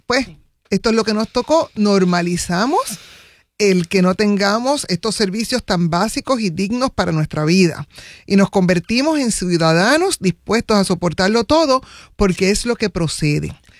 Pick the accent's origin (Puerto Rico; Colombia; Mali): Puerto Rico; Caguas; Yo soy de una urbanización clase media en Caguas